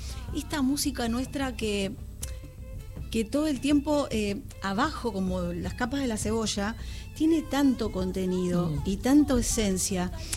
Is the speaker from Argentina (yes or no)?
yes; Valentina Alsina, Buenos Aires Province, Argentina; Yo soy de Valentina Alsina, anduve por muchos lados, pero ahora en este momento volví a donde en la época que fui chiquita.